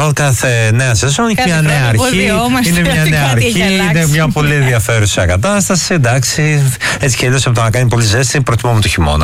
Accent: Andros, South Aegean, Greece; οι αδριώτες γκρινιάζουμε ούτως ή άλλως.

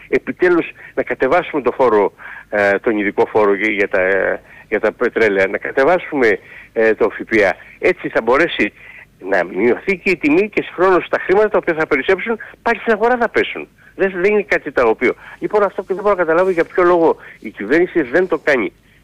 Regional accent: Eastern Macedonia and Thrace, Greece; Έτσι λένε και στην πατρίδα μου επάνω στον Εύρο. Αυτό λέμε εμείς, ότι αυτά τα οποία παράγουν, και όχι αυτά τα οποία δεν έχουν τίποτε πάνω.

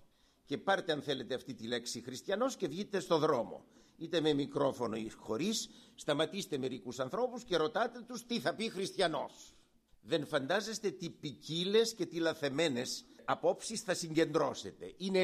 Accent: Greece; εμείς σαν Έλληνες που είμαστε

